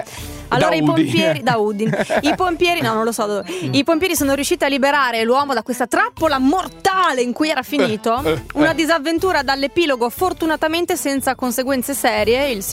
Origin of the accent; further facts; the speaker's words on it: Friuli-Venezia Giulia, Italy; Beh, è una cosa che è successa dalle mie parti. In Friuli, quindi io mi sento veramente in dovere di annunciarla.